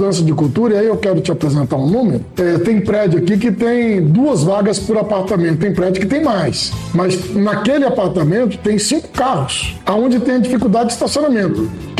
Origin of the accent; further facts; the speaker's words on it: Brasília, Federal District, Brazil; Eu estou em Brasília há 60 anos. Eu nasci, cresci em Brasília